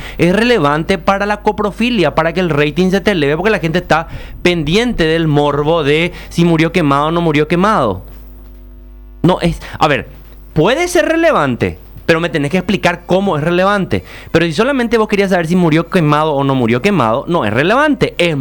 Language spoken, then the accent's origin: Spanish; Paraguay; Mamá, nosotros somos paraguayos.